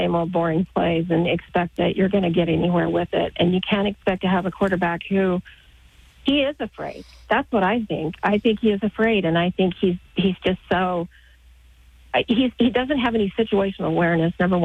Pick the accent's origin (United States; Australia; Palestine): United States; Oregon; born there; now in Idaho, United States; I was born in Oregon. I live in Idaho, but we've been Packer fans all the way back.